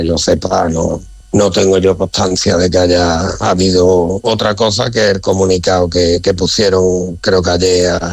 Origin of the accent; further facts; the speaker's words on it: Seville, Andalusia, Spain; now in Ceuta, Spain; lo dice alguien que no ha nacido en Ceuta, ¿eh? Soy un sevillano, pero desde que llegué me di cuenta de muchas de las circunstancias que tiene que luchar Ceuta